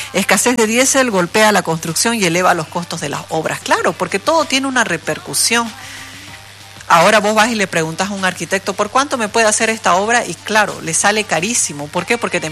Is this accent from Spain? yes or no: no; Bolivia; para poder actuar como bolivianos.